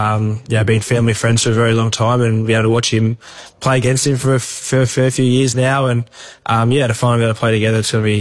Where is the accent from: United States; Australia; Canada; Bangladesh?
Australia; Queensland; Thurston's obviously a big one that sort of being a Queenslander, watching him over the number of years is someone that you've always sort of looked up to.